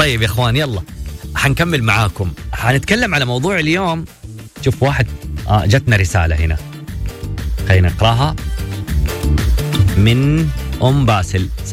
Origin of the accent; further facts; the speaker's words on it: Yemen; أنا من اليمن وأتمنى إنه هذه البلدة تنتصر.